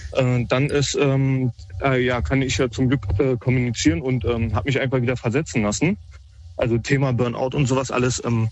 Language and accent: German; Berlin, Germany